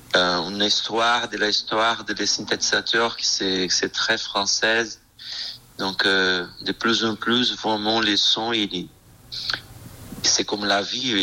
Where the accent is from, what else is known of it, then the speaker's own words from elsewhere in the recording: Brazil; French is a second language; now in France; Oui, en fait, j'étais au Brésil en février. Et bon, je suis brésilien en France.